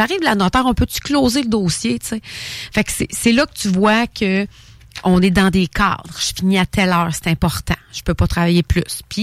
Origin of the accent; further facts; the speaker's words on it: Quebec, Canada; J'étais dans ma ville natale